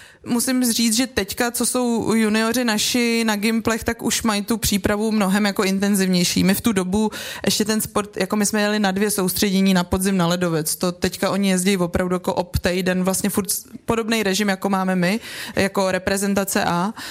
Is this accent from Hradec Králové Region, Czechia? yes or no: yes; Vrchlabí, Hradec Králové Region, Czechia; now in Prague, Czechia; jsem chodila na strážný u nás ve Vrchlabí na koně